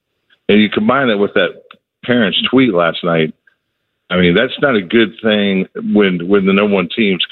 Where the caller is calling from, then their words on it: Dallas, Texas, United States; Good morning … calling from Dallas, Texas today.